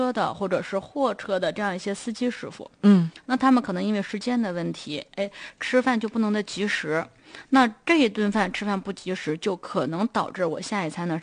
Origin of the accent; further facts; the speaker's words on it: Northeast China, China; 尤其是我们东北人的这个饮食习惯